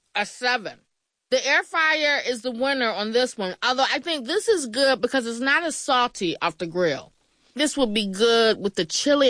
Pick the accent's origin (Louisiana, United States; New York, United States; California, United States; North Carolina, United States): North Carolina, United States; Okay, so for my hot dogs, I'm from North Carolina.